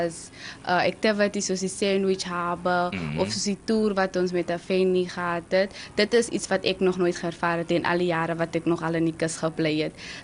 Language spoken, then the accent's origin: Afrikaans; Swakopmund, Erongo, Namibia; Ek is van die kus.